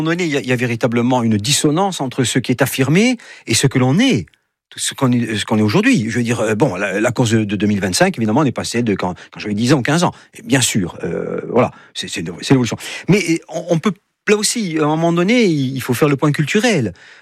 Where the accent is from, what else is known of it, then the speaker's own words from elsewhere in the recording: Corsica, France; on est des Corses aujourd'hui, de 2025, avec nos défauts, nos qualités.